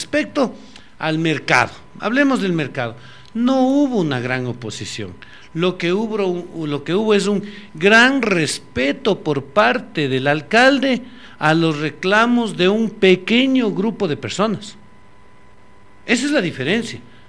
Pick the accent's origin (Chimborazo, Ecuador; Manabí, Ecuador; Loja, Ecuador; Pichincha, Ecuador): Chimborazo, Ecuador; Riobamba; Nosotros que somos de aquí de Riobamba, nosotros que vivimos en Riobamba